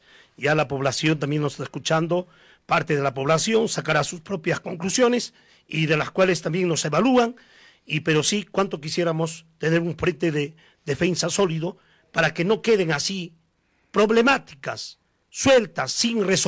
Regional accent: Coracora, Ayacucho, Peru; Qué mal estamos aquí en nuestro pueblo de Coracora.

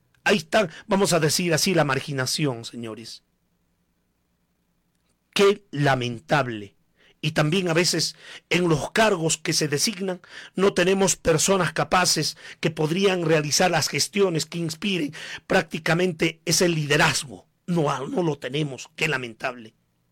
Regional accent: Coracora, Ayacucho, Peru; Por eso me duele mi Coracora, mi Parinacochas

